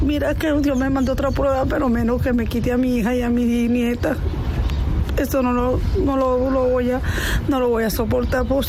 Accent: Caraballeda, La Guaira, Venezuela; Y bueno, yo soy de Caraballeda, de otra parroquia.

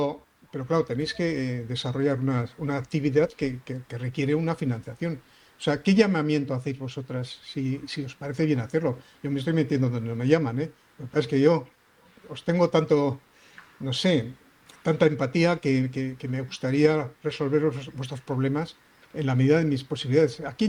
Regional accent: Basque Country, Spain

